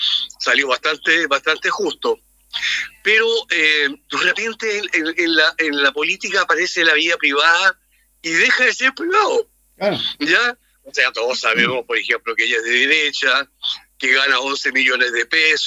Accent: Ancud, Los Lagos, Chile; born there; now in Melipilla, Chile; Yo nací en Ancud, así que todavía me acordaba de algunas calles, de algunas casas.

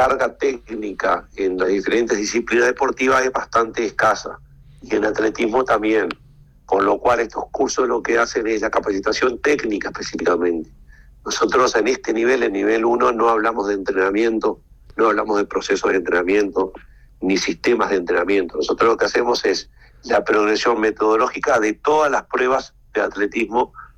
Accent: Fray Bentos, Río Negro, Uruguay; ya yo soy de Fray Bentos, trabajé casi 30 años en la Federación de Río Negro

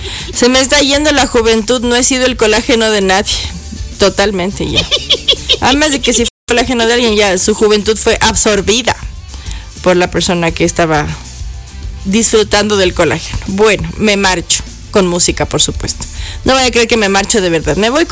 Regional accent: Ecuador; como yo soy ecuatoriana

